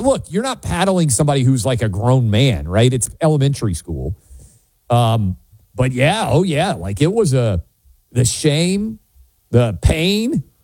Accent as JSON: {"language": "English", "town": "New York City", "region": "New York", "country": "United States", "tie": "born or raised there", "said": "this is where I'm growing up in New York City."}